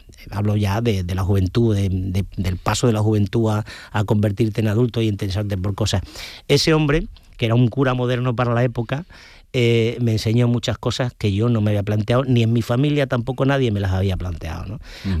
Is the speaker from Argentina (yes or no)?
no; Ubrique, Andalusia, Spain; born there; moved away; also born or lived in Jerez de la Frontera; Yo siempre digo que soy un gaditano con piel de ubrique